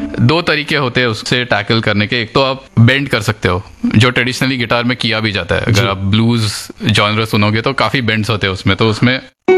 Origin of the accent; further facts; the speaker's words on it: Mumbai, Maharashtra, India; बचपन में तो मैं मुंबई में ही था, मेरे पापा हिंदुस्तान पेट्रोलियम में इंजीनियर थे